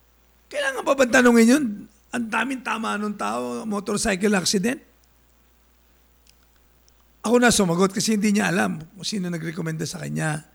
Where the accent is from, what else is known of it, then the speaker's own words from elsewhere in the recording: Batangas, Calabarzon, Philippines; moved away; ang tawag sa amin sa Batangas noon